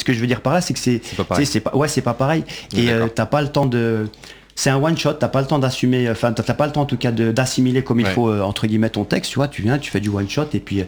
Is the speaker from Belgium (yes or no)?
yes; Belgium; now in Paris, France; je viens de Belgique.